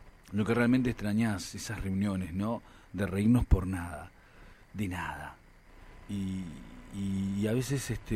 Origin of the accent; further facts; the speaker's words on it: Argentina; also born or lived in Montevideo, Uruguay; soy uruguayo. Y justo duele mucho a veces, ¿no? Recordar, desde los 5 años que estoy en Argentina, me crié en Argentina, amo este país, pero también extraño ese Montevideo querido